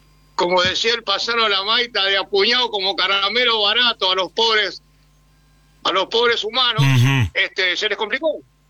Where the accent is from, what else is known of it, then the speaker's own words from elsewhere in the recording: General Belgrano, Buenos Aires Province, Argentina; de los Pagos de Belgrano.